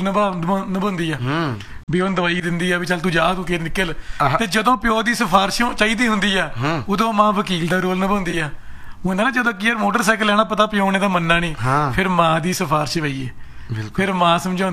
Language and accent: Punjabi; Phagwara, Punjab, India; ਮੈਂ ਫਗਵਾੜੇ ਦਾ ਰਹਿਣਾ ਲਵਾਂ